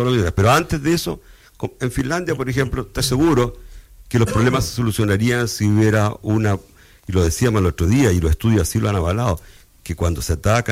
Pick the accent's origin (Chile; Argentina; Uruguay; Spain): Chile; Somos así porque somos chilenos, no importa un carajo.